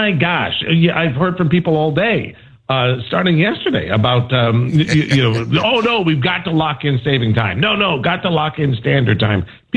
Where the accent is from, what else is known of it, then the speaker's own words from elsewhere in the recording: New England, United States; moved away; when I grew up in New England, you'd go home at 5 o'clock. It's already been dark for half an hour.